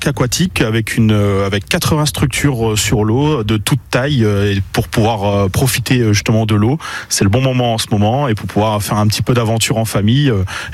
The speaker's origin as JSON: {"language": "French", "town": "Lille", "region": "Hauts-de-France", "country": "France", "lives_now": "Gravelines, France", "said": "Je suis Lillois à la base, mais je suis très heureux d'être Gravelinois maintenant."}